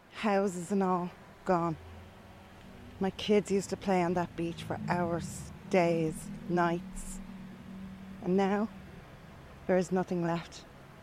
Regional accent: Dublin, Leinster, Ireland; I'm from Ireland. I'm from a place called Dublin. I was born there.

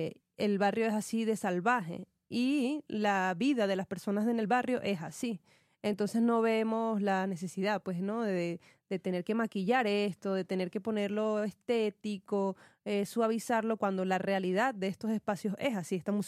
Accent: Venezuela; moved away; Me pasó eso mucho cuando salí de Venezuela, igual que no me había fijado como la libertad que tienes de explorar con tu ropa, ¿no?

